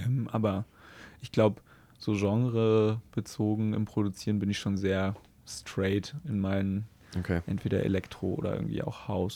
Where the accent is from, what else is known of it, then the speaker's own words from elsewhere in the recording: Halle, Saxony-Anhalt, Germany; now in Leipzig, Germany; ich komme aus Halle, wir waren früher öfter mal in Leipzig und kannten hier irgendwie ein paar Leute